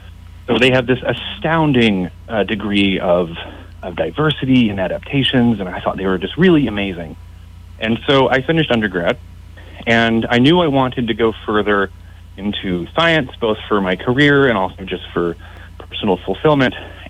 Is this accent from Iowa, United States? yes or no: no; Nashville, Tennessee, United States; moved away as an adult; also born or lived in Hawaii / Southern California; So I'm originally from Tennessee. I grew up on the outskirts of Nashville, so I was very fortunate to be surrounded by nature from an early age.